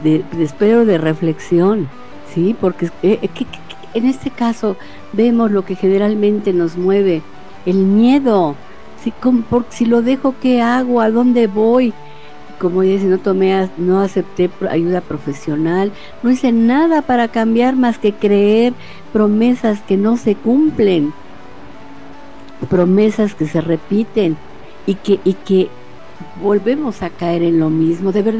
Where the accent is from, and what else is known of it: Mexico